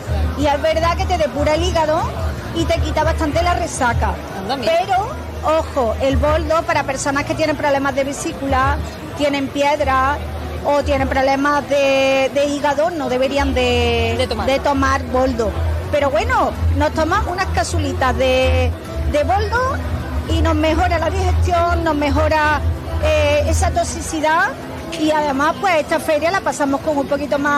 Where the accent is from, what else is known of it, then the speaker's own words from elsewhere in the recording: Córdoba, Andalusia, Spain; Y yo soy amante de Córdoba, tú lo sabes. Aunque yo trabajo fuera mucho, Córdoba, mi tierra, mis cordobeses